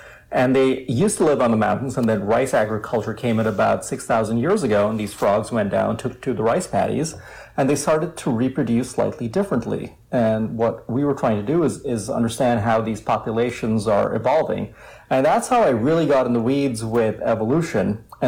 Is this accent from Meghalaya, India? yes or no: no; Mumbai, Maharashtra, India; moved away as an adult; now in United States; So I grew up in Bombay, which is a city of about 20 million people. Not a lot of nature, not a lot of wild elephants.